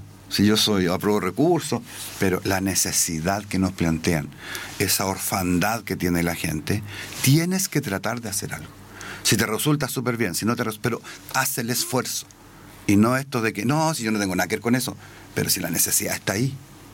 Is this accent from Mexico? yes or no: no; Colbún, Maule, Chile; somos todos aquí de Colbún. Todos queremos Colbún